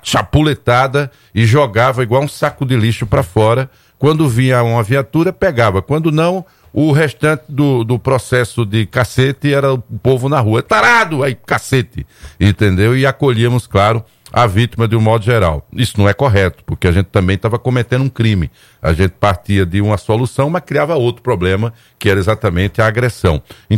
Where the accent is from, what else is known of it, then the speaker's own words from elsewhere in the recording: Alagoas, Brazil; eu tenho 54 anos, né, fazer 54, e eu cresci na Jatiúca